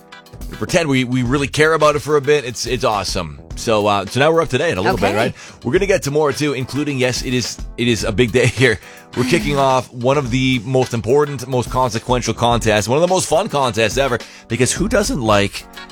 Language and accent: English; Canada; since we're Canadian